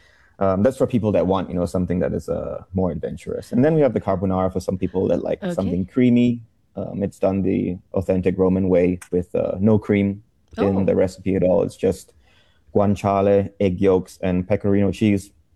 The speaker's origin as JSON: {"language": "English", "country": "Singapore", "tie": "born or raised there", "said": "because I grew up around Holland Village back in those days, anyway, like many years ago."}